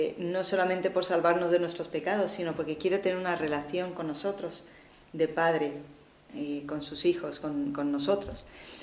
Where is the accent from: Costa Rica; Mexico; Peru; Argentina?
Mexico; moved away as an adult; now in Spain; yo soy de México originariamente. Y bueno, nací y crecí ahí. Y con 22 años vine a España como misionera.